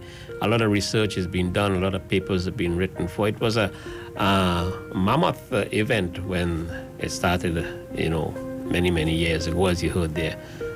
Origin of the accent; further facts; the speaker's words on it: Trinidad & Tobago; moved away as an adult; also born or lived in Cleveland, Ohio; well, we're from Trinidad.